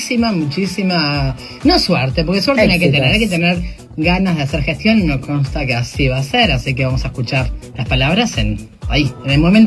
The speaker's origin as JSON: {"language": "Spanish", "country": "Uruguay", "said": "somos los uruguayos"}